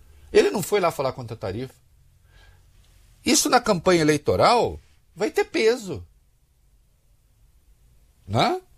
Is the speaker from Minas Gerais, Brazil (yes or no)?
no; São Bernardo do Campo, São Paulo, Brazil; born there; Nasci em São Bernardo.